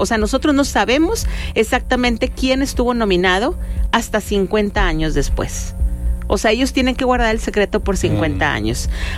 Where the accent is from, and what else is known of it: Mexico